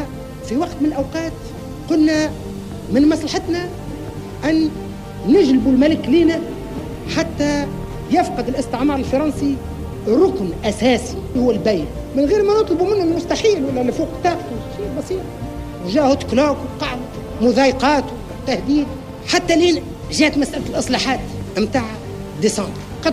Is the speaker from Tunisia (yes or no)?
yes; Tunisia; احنا مبدانا وسياستنا اللي صرحنا بها أن أهل مكة أدرى بشعابه، ونحن نختار ما يليق بنا كتونسيين